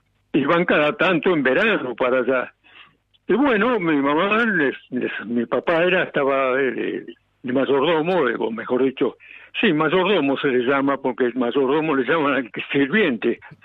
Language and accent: Spanish; Argentina